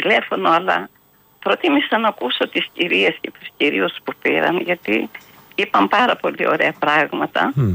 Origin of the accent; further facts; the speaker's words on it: Greece; now in Thessaloniki, Greece; Είναι 10 λεπτά απόσταση από το Φρίνιο που βρίσκομαι, λέγεται Πλατανότοπο στο χωριό μου.